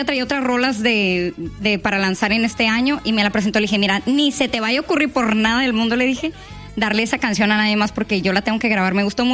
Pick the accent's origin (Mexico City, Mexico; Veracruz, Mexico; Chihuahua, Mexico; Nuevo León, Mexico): Nuevo León, Mexico; China; Soy originaria de China, Nuevo León.